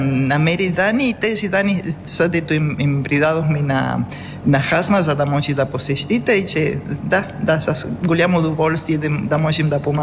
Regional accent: Troyan, Lovech Province, Bulgaria; born there; moved away; Аз съм от Троян, майка ми от Старо село, но баща ми от Ловешко, той беше от Тепава, Тепава вече не съществува, но баба ми от Смочан.

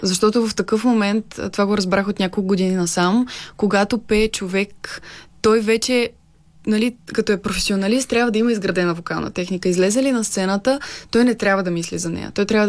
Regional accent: Petrich, Blagoevgrad Province, Bulgaria; moved away; Още даже от мъничка, като живях в родния ми град Петрич

